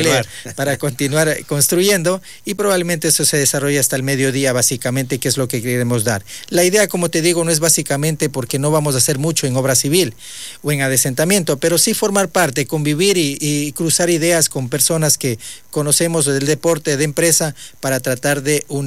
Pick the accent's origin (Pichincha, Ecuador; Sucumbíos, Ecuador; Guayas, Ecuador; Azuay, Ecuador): Sucumbíos, Ecuador; Lago Agrio; somos de aquí del Aguario, somos de Sucumbíos